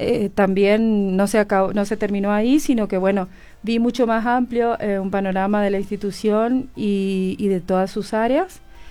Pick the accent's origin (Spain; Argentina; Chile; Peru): Argentina; Corrientes; Corrientes, de donde vengo